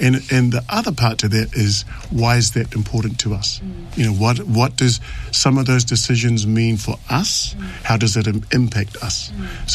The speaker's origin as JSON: {"language": "English", "town": "Rarotonga", "country": "Cook Islands", "moved": "as an adult", "lives_now": "Wellington, New Zealand", "said": "Currently I'm living in Wellington, but I'm from Rara, from the village of Ararangi."}